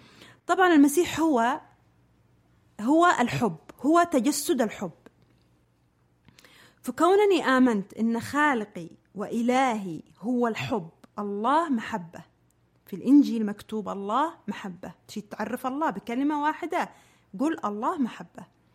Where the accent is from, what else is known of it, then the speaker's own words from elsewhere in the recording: Yemen; ومعروفة هذه الكلمة عندنا في اليمن